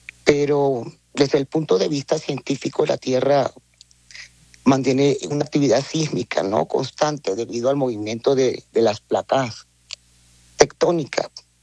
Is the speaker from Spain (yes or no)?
no; Venezuela; moved away; yo lloro como venezolana